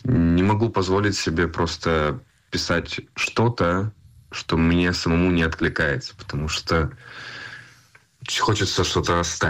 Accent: Russia; moved away as an adult; also born or lived in Israel / United States; я россиянин. Я 100% россиянин. Израильтянин, да.

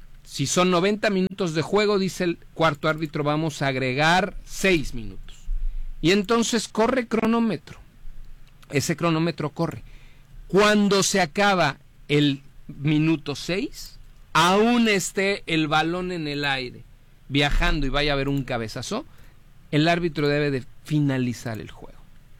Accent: Mexico; Entonces, de verdad que es triste que como mexicanos estemos realmente echando para atrás lo que deberíamos de empujar hacia adelante.

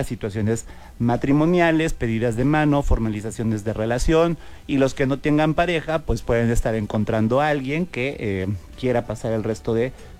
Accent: Orizaba, Veracruz, Mexico; yo vengo de Orizaba y está más o menos el mismo clima, así como que nubladito

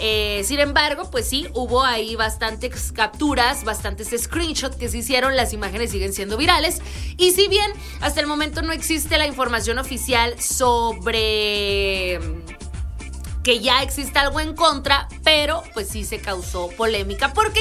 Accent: Mexico; si nosotros como mexicanos no los respetamos

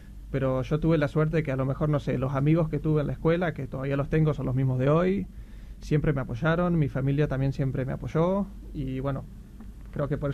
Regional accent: Paraná, Entre Ríos, Argentina; tuve la suerte cuando empecé ballet de chico acá en Paraná

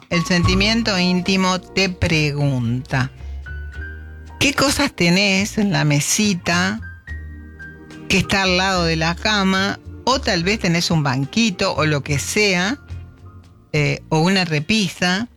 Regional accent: Gualeguaychú, Entre Ríos, Argentina; Bueno, sabés que yo soy de Gualeguaychú, he ido cuando era chica muchas veces.

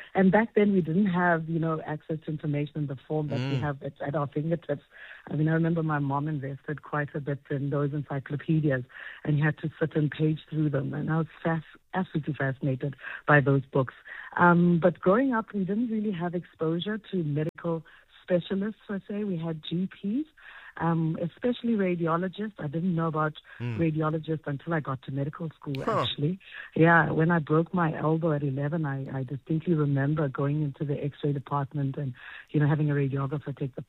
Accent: Mahikeng, North West, South Africa; growing up in Mafikeng, I was a very curious child

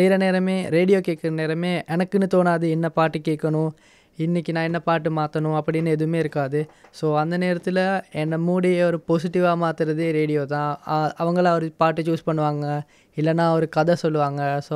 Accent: Sri Lanka; நான் வந்து ஸ்ரீலங்காவில் பிறந்து வளர்ந்தவன்.

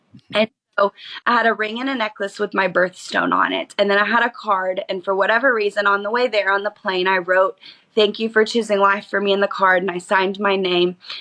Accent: Oklahoma City, Oklahoma, United States; born there; My birth mother lived in Oklahoma, so I was born in Oklahoma City, adopted by Texans.

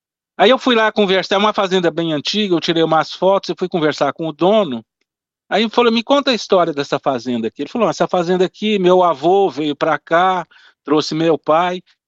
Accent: Minas Gerais, Brazil; Eu sou mineiro também, lá do Triângulo Mineiro

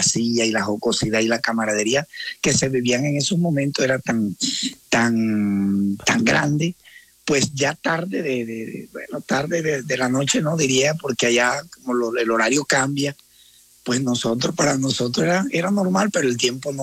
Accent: Caribbean Region, Colombia; como todo colombiano, salimos a los Campos Elíseos

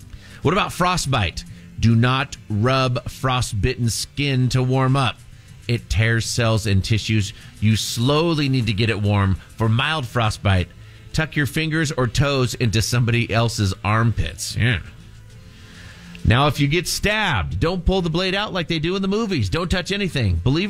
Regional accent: Seattle, Washington, United States; I remember growing up in Seattle

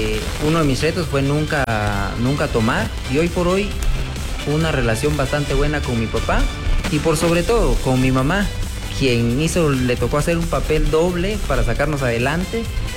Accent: San Cristóbal Verapaz, Alta Verapaz, Guatemala; born there; Yo nací en San Cristóbal, Alta Verapaz, aldea Chiyuc, el 16 de septiembre

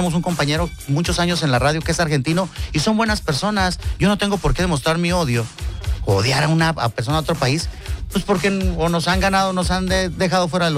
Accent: Ciudad Juárez, Chihuahua, Mexico; also born or lived in Fresnillo, Zacatecas; No, gordo, soy mexicano. Nací, te voy a decir así de sencillo. Nací el 22 de noviembre de 1972 en el rancho El Refugio de Ábrego, municipio de Fresnillo, Zacatecas, patrimonio de la humanidad. A los 9 meses de nacido me trajeron a Ciudad Juárez

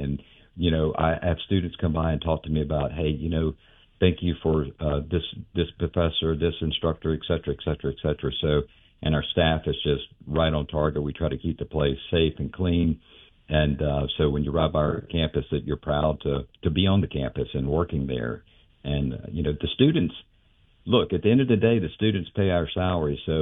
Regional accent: Alabama, United States; moved away as an adult; also born or lived in Atlanta / Louisiana; I grew up in Alabama, so I was born and raised in Alabama. After college, I went up to Atlanta and was there for a while

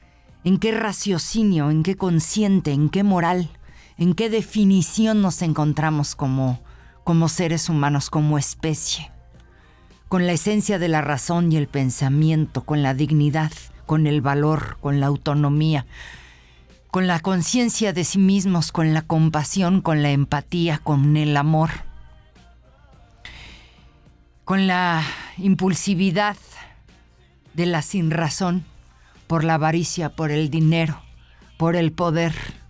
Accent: Mexico

